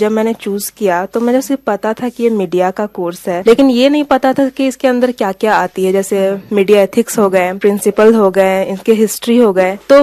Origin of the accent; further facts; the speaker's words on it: Hazaribagh, Jharkhand, India; मेरी पैदाइश हजारीबाग में हुई है और मेरी जितनी भी पढ़ाई है, स्कूलिंग है और ग्रेजुएशन है, वो मैंने अपने ही शहर हजारीबाग से पूरा किया है।